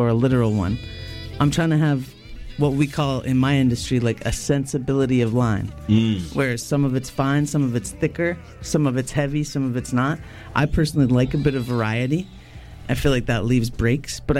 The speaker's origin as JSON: {"language": "English", "town": "London", "region": "Ontario", "country": "Canada", "said": "I'm originally from Ontario. I'm from London, Ontario."}